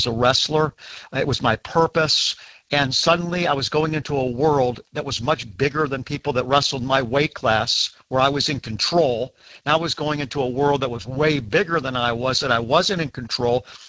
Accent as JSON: {"language": "English", "country": "United States", "said": "as an American"}